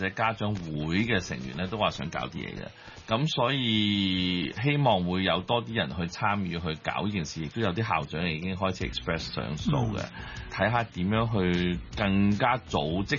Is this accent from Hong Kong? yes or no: yes; Hong Kong; 我哋香港人